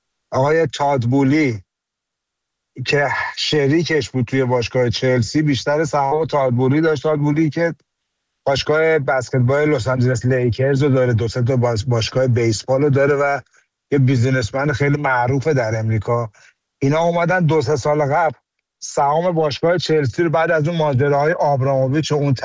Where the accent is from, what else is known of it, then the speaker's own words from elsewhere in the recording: Iran; به عنوان یه ایرانی میتونم بگم دوم ایرانی میلیاردر و پولدار دنیا باشه.